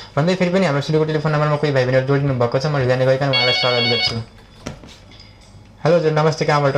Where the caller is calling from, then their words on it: Nepalgunj, Lumbini Province, Nepal; अहँ, नेपालगञ्जदेखि।